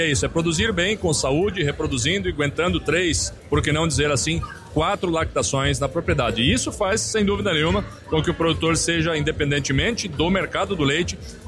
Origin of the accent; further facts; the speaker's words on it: Paraná, Brazil; Eu venho do estado do Paraná